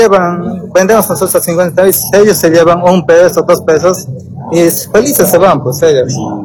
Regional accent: Puerto Villarroel, Cochabamba, Bolivia; Aquí todos nosotros somos del municipio de Puerto Villazuel.

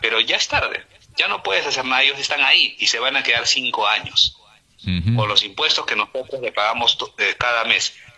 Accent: Peru; Nosotros como pobladores, como peruanos

